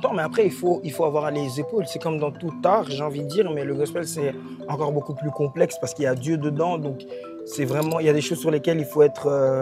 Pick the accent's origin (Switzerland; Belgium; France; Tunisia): Belgium; Brussels-Capital Region; ici en Belgique. J'ai grandi en Belgique et je suis né ici.